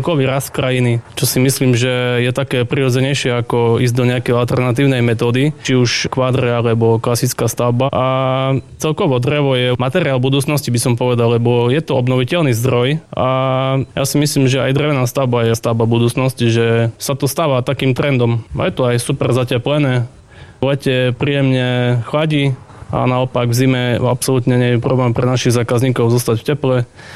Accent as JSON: {"language": "Slovak", "town": "Kolonica", "region": "Prešov Region", "country": "Slovakia", "tie": "born or raised there", "also_born_or_lived": "Snina", "said": "regiónu a konkrétne do Kolonice, kde som ja vyrastal. Narodil som sa síce v Snine, ale vždy mi bol bližší tento región."}